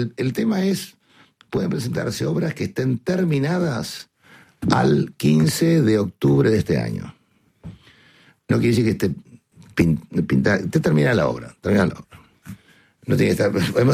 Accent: Argentina; somos una radio muy pequeña, muy pequeña. Entonces, es una ventana al mundo. Y siendo, Argentina no está acá al lado como está España. Estamos un poquito más lejos.

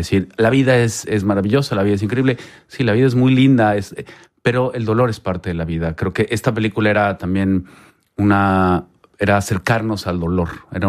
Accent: Mexico; Yo realmente crecí viendo telenovelas en México

